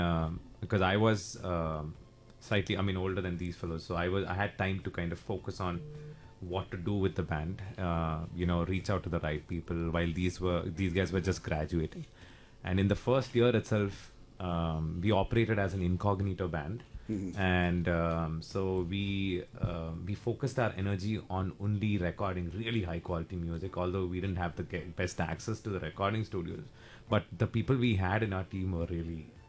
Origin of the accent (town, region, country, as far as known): India